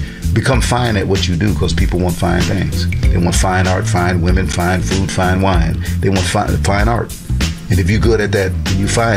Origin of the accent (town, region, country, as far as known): Lackawanna, New York, United States; born or raised there